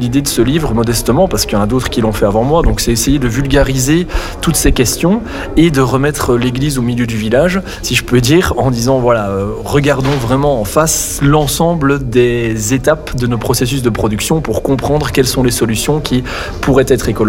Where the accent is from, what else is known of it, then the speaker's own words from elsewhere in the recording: Belgium; moi je suis belge, mais on le voit en Belgique